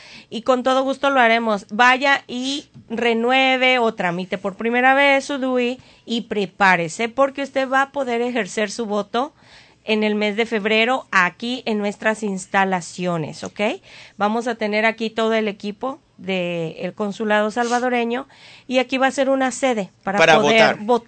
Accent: Mexico; now in United States; Aquí están mis compatriotas mexicanos.

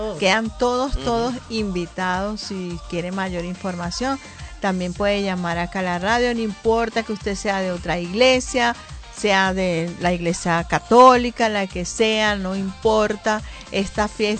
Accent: Venezuela; now in United States; aunque yo soy venezolana

